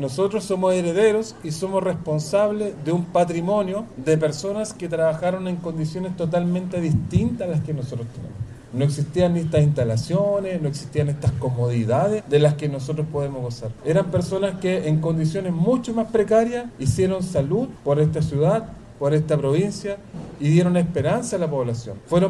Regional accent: Los Ángeles, Biobío, Chile; yo soy de acá de Los Ángeles. No, ¿en serio? Sí, no, yo soy angelino, toda mi vida la hice acá. Esta es mi ciudad, esta es mi zona, esta es mi tierra. Estudié, les contaba, en escuelas públicas

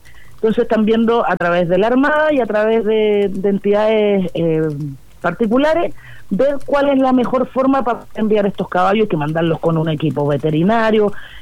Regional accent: Chile; como chilenos y como criadores de caballos chilenos

